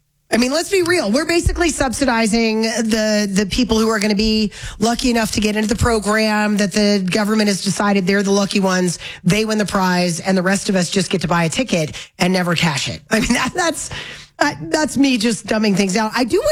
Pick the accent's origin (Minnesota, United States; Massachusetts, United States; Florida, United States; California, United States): Florida, United States; now in Colorado, United States; I'm from Florida where water falls out of the sky every day. Yeah. I've never dealt with water issues until I moved here.